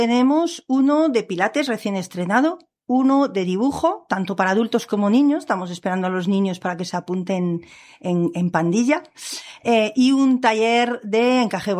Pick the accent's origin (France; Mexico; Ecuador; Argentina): France; Spanish is a second language; moved away as an adult; now in San Sebastián de los Reyes, Spain; Yo soy francesa, no había estudiado español, no estaba predispuesta a venir a vivir aquí para nada. Y tengo familia en Irlanda del Norte.